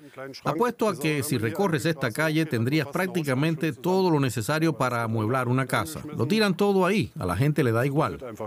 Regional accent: Netherlands; Spanish is a second language; Soy de Holanda

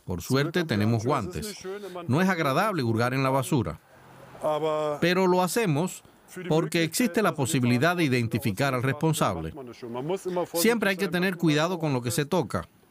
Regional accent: Netherlands; Spanish is a second language; Soy de Holanda

